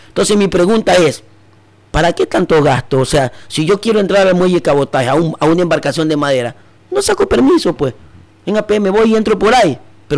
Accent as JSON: {"language": "Spanish", "region": "Manabí", "country": "Ecuador", "said": "Entonces, nosotros somos de Montecristi, somos de Jaramillo y somos de Manta."}